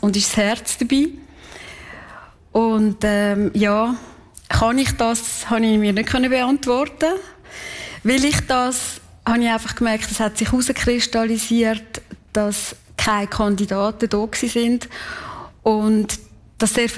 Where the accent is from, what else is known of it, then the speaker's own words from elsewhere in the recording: Kaltbrunn, St. Gallen, Switzerland; weil ich bin in Kaltbrunn aufgewachsen. Ich bin ein Kaltbrunnerin durch und durch.